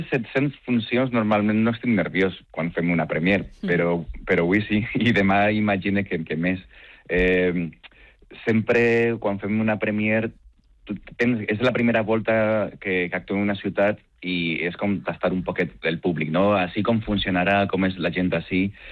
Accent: Alicante, Valencian Community, Spain; Com soc alacantí i estic molt orgullós de la meva terra

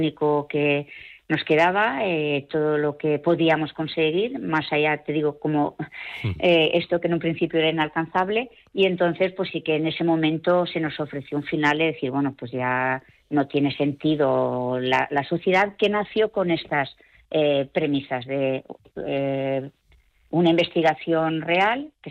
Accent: Torrent, Valencian Community, Spain; yo soy de Torrent, vivo aquí en Torrent

